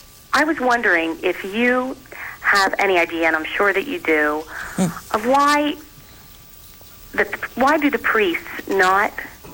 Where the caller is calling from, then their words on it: Philadelphia, Pennsylvania, United States; I'm from Philadelphia, Pennsylvania, outside.